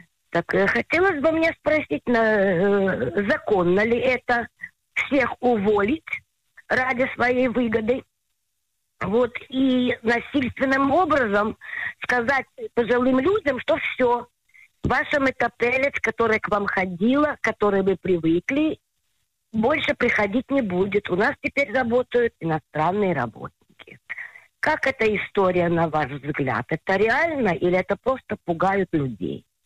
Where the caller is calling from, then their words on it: Tel Aviv, Tel Aviv District, Israel; Я звоню из Тель-Авива.